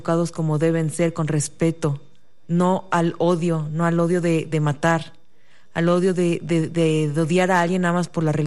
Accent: Mexico; nuestro eslogan como mexicano es el derecho, el respeto ajeno es la paz.

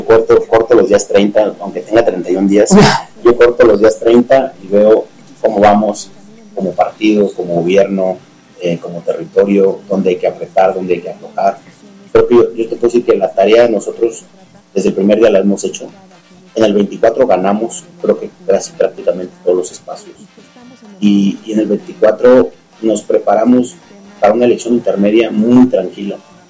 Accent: San Luis Potosí, Mexico; Pero no quiere decir que no sea de aquí, de San Luis Potosí. Yo amo mi tierra, yo amo a mis hijos

